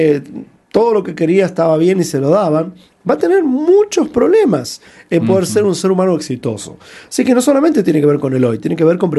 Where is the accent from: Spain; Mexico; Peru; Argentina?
Argentina; moved away as an adult; also born or lived in California, United States; now in United States; yo tuve la oportunidad de trabajar con jóvenes en Argentina, mi país de origen, en Buenos Aires, por muchos años, y después cuando me mudé a los Estados Unidos, de trabajar en California